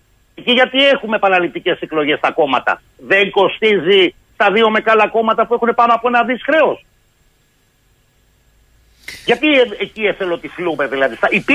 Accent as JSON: {"language": "Greek", "region": "Central Greece", "country": "Greece", "tie": "born or raised there", "also_born_or_lived": "Dafni", "said": "πριν πάω στην ιδιαίτερη πατρίδα μου την Εύβοια."}